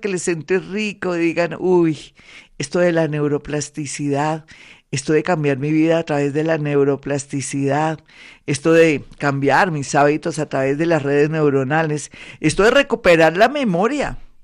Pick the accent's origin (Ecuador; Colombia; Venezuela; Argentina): Colombia; como somos los colombianos, la berraquera. Es que nosotros, los colombianos